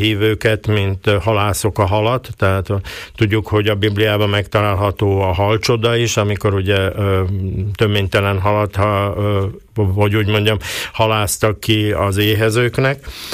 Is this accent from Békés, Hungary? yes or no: no; Komárom, Komárom-Esztergom, Hungary; én Komáromba alapjába véve pontyon nőttem fel